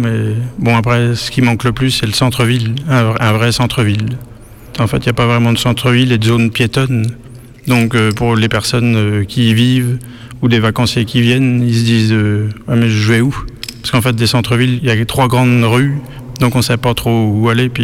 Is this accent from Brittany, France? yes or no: no; Bourgogne-Franche-Comté, France; Je suis du Morvan, mais je suis pas d'ici. Moi, je suis de la Nièvre, près de Château-Chinon.